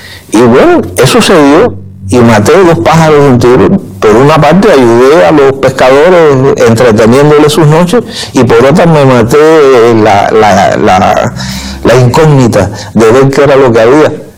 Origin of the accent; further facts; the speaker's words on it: San Antonio de los Baños, Artemisa, Cuba; de aquí de La Habana, de San Antonio de los Baños, que es mi pueblo